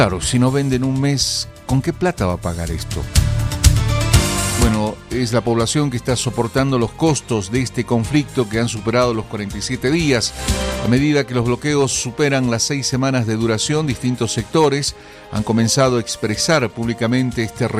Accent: Bolivia; yo soy boliviano, tengo todo el derecho de transitar por las rutas que el país tiene

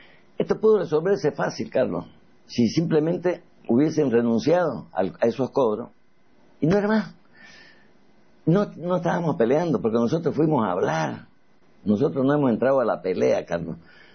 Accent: Bolivia; como somos los bolivianos

